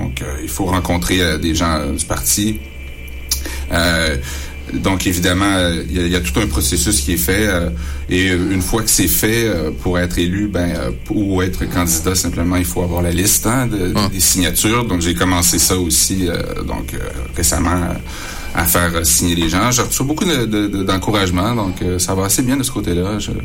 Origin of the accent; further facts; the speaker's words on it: Rimouski, Quebec, Canada; Moi, je suis né à Rimouski. J'ai grandi ici. J'ai fait mes études à l'école Paul-Hubert. Après ça, j'ai fait mes études au cégep de Rimouski.